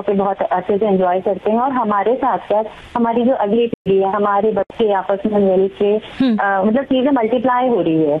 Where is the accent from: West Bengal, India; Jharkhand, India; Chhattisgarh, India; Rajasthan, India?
Chhattisgarh, India; Raipur